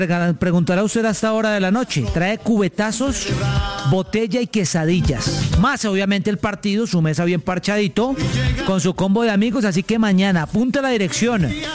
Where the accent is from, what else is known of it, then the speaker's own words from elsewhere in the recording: Colombia; acá somos colombianos.